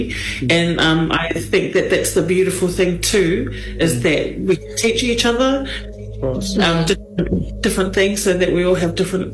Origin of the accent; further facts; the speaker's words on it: Lower Hutt, Wellington, New Zealand; moved away; I'm also Aotearoa born and bred in the Hutt Valley of Wellington.